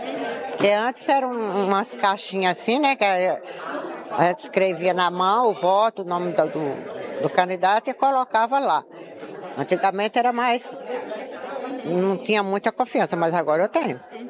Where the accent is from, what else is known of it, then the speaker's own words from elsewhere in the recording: Northeast Brazil, Brazil; moved away as an adult; Aquela urna de madeira, lá na minha terra eu votei pelas primeiras vezes. Todas as eleições que tiraram no meu Nordeste, não tinha outra urna, era aquela dali, né?